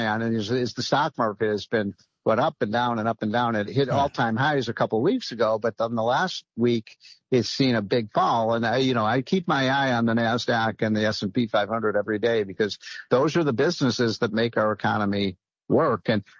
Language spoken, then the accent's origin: English; Chicago, Illinois, United States; I'm a Chicagoan, and just I was crying when I wrote the piece about the Chicago Bears leaving Chicago and going to Hammond, Indiana.